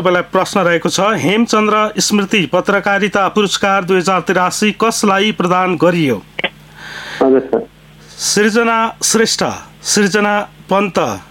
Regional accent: Bedkot, Sudurpashchim Province, Nepal; मेरो पनि बेतकोट नगरपालिका हो घर

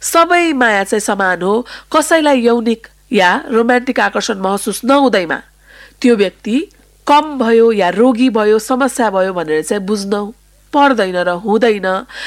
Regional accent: Kathmandu, Bagmati, Nepal; म एउटा काठमाडौँको मुटुमा जन्मेर हुर्केको, एउटा हिन्दूबाट बौद्ध धर्ममा परिणत भएको परिवारमा हुर्केको

